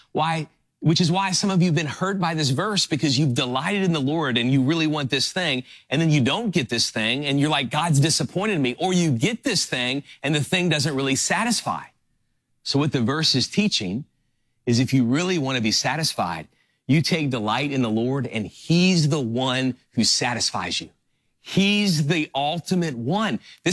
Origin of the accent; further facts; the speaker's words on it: New Orleans, Louisiana, United States; also born or lived in Miami; now in Orange County, United States; I grew up in New Orleans and I lived in Miami for 8 years and now I live in Orange County. And so I've lived in coastal cities and grew up in a great city with great seafood.